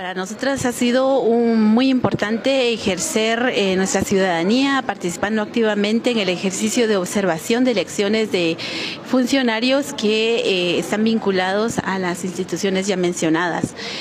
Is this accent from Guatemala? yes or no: yes; Guatemala; seguimos siendo guatemaltecos